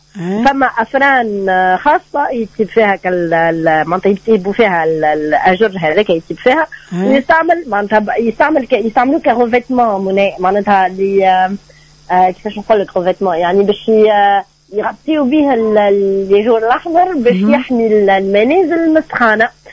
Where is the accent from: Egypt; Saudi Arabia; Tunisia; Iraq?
Tunisia; المدن اللي عندنا في تونس.